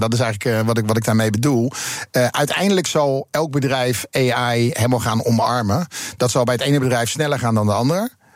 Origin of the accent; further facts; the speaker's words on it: Netherlands; ik ben heel blij met waar ik ben opgegroeid.